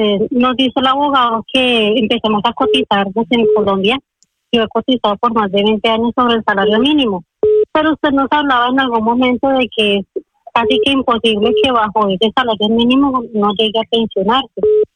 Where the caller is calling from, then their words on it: Madrid, Community of Madrid, Spain; Hola, buen día, con … de Madrid.